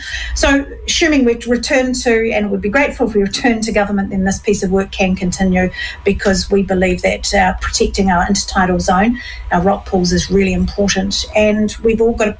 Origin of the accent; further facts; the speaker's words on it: New Zealand; It's part of being a Kiwi, so we must be able to continue to do that.